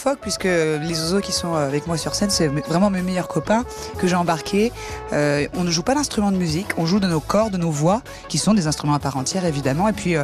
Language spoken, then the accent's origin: French; Grand Est, France; je viens des Ardennes, dans le nord-est de la France, près de la Belgique.